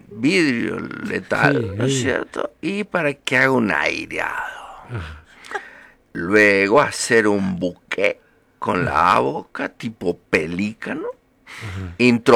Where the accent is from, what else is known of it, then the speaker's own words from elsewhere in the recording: La Rioja, Argentina; born there; No, mi mamá es santiagueña y yo nací en La Rioja.